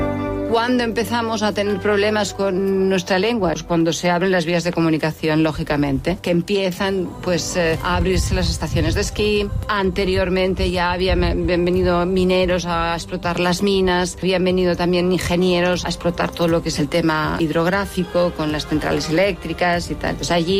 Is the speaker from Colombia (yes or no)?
no; Les, Catalonia, Spain; Soy de Les. Es un pueblo de unos 1.000 habitantes que está justo tocando la frontera con Francia